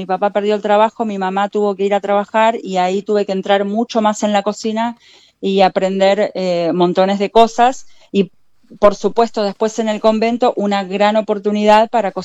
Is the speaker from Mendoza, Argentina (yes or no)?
no; Buenos Aires, Argentina; Yo nací en Belgrano, a una cuadra de la estación Belgrano R, en Sapiola y Juramento.